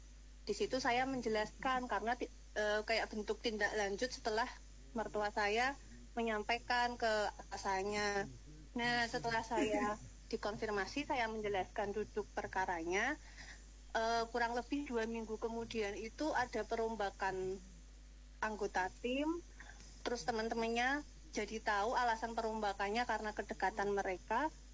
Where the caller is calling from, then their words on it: Boyolali, Central Java, Indonesia; Dari Boyolali.